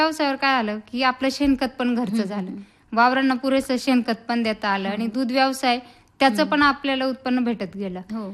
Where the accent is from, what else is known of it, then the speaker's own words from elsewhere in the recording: Pohegaon, Maharashtra, India; moved away as an adult; now in Bhagur, India; माझं माहेरचं गाव पोहेगाव, कोपरगाव तालुका, आणि 2000 मध्ये लग्नानंतर आता भगूर.